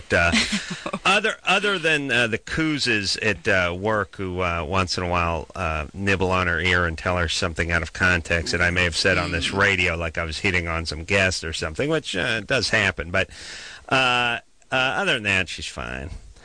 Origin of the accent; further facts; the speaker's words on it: Los Angeles, California, United States; I grew up in the Los Angeles area and was a K-Rock fan